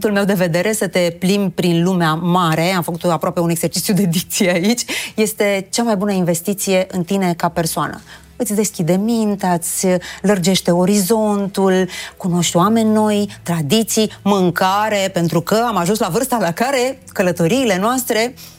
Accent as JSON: {"language": "Romanian", "country": "Romania"}